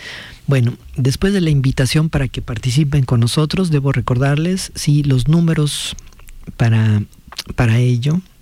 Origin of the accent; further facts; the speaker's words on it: Mexico; para nosotros, sí, como mexicanos